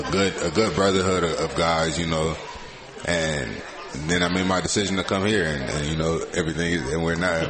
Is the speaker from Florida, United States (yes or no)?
yes; Miami, Florida, United States; I grew up. My little brother and my little sister. My dad was a football coach, so I was always around football.